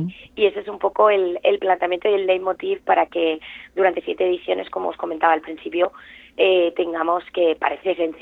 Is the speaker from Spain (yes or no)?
yes; Alicante, Valencian Community, Spain